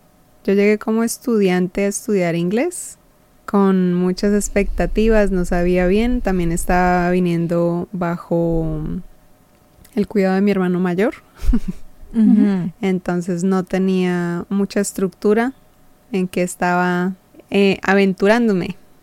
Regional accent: Colombia; moved away as an adult; now in Australia; Bueno, yo soy originaria de Colombia.

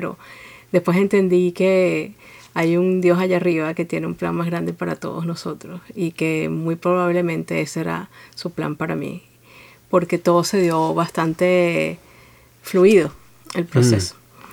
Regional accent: Venezuela; moved away as an adult; now in Australia; Bueno, yo nací, me crié en Venezuela, al norte de Sudamérica. Y me vine a Australia en el 2008. Ya este año van a ser 18 años

